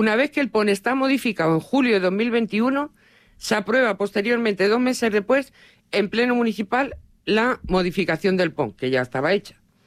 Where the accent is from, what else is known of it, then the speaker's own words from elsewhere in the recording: Talavera de la Reina, Castilla-La Mancha, Spain; La entrada de la A5, la entrada que tenemos todos los talaveranos cuando venimos de Madrid normalmente, es por ahí.